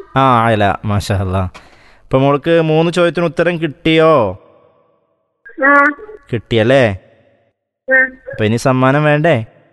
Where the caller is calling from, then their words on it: Tirurangadi, Kerala, India; Tirurangadi.